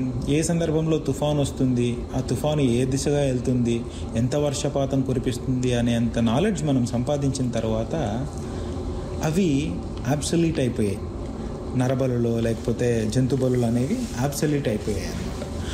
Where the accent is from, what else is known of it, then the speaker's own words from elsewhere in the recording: Andhra Pradesh, India; especially దక్షిణ భారతదేశంలో తెలుగు మాట్లాడే రాష్ట్రాల్లో రాయలసీమలో నేను పుట్టి పెరిగాను